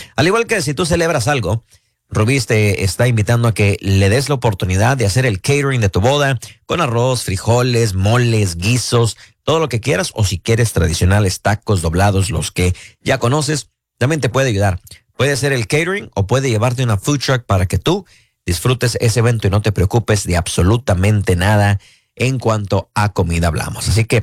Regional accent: Mexico

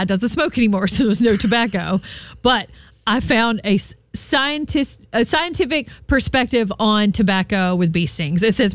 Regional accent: the South, United States; accent: Southern country; You always, even me, losing a lot of my country accent when I went through radio school, mm-hmm. I still got it in me.

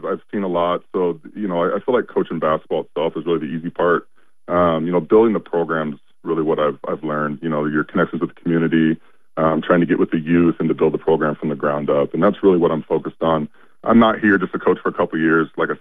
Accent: Kent, Washington, United States; You know, I grew up in the South Seattle, Kent area, and I want to show them how we play basketball, you know, that way

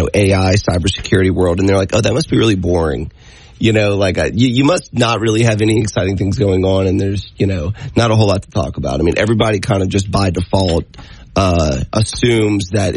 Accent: Morgan City, Louisiana, United States; We actually grew up on the same street in Morgan City

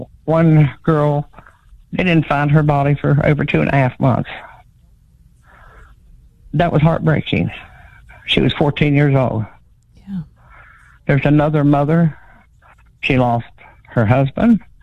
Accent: West Virginia, United States; lived here my whole life, and we're strong people. We're resilient people. I have such a love for my hometown and for West Virginia and its people.

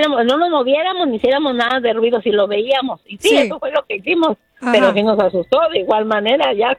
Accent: Aguascalientes, Mexico; Somos paisanos, somos de Aguascalientes también.

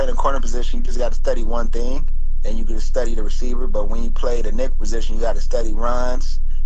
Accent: New Jersey, United States; so that was our family growing up in Jersey.

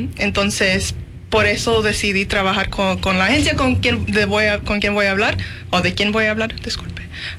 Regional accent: Santa Maria, California, United States; moved away as an adult; Yo soy de Santa María, mi familia llegó aquí en Santa María como en las 80s, y ellos también aquí trabajaron, con muchas de las familias aquí en Santa María trabajaron como trabajadores agrícolas

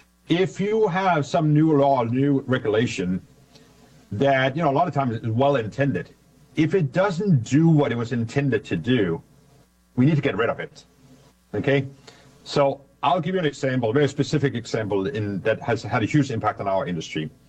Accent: Denmark; I grew up in Denmark.

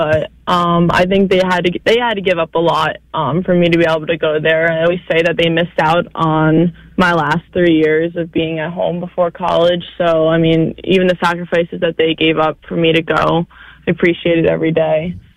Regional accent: New York, United States; And, I mean, growing up on Long Island

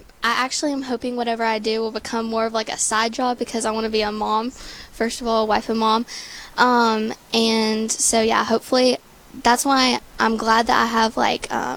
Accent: Southaven, Mississippi, United States; I'm from South Haven, Mississippi.

